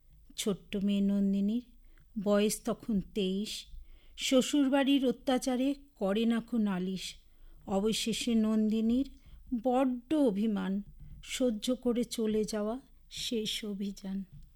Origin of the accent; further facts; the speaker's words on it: Durgapur, West Bengal, India; now in Siliguri, India; আমার বাড়ি শিলিগুড়ির বাবুপাড়ায়, আমি বাবুপাড়ায় থাকি। আর মূলত আসলে আমি উত্তরবঙ্গের কন্যা বলি কেন, যেহেতু আমি ৩০ বছর আমি উত্তরবঙ্গেতে আছি। আমি দক্ষিণবঙ্গের মেয়ে এবং আমি দুর্গাপুরের মেয়ে।